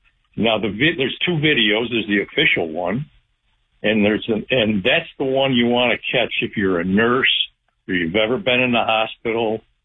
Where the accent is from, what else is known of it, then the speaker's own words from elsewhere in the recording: New York, United States; New York. Yeah, I'm from New York, so that's why we went.